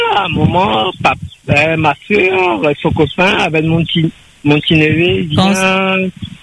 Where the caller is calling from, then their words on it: Les Avirons, Réunion; mais banal. Moi, tu habites les Avirons.